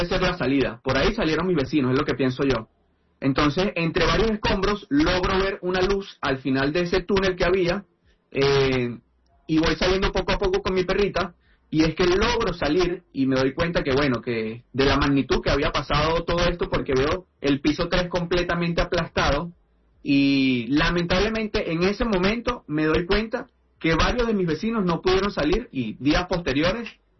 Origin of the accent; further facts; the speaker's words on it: La Guaira, Venezuela; Claro, algo importante es que yo soy nacido y criado en La Guaira. A día de hoy, post terremoto, sigo viviendo en La Guaira.